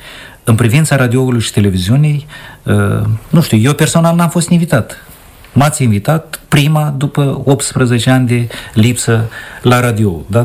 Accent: Moldova; now in Chișinău, Moldova

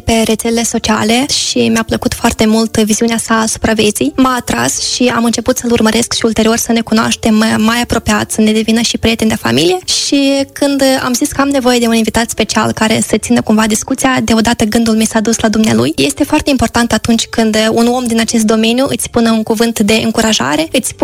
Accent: Moldova; Data de 24 pentru noi ca moldoveni are un loc aparte.

